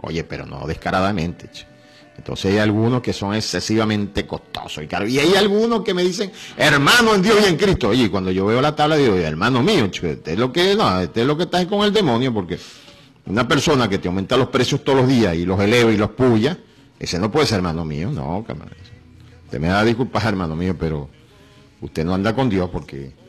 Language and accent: Spanish; Campo Mata, Anzoátegui, Venezuela; en mi pueblo, porque esa es parte de mi pueblo, mis orígenes, y el crucero de Juantino se llama, crucero Juantino allá en Campomata